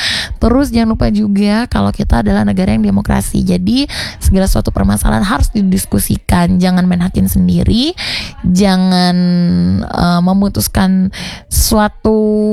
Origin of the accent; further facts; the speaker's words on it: Indonesia; kita di Indonesia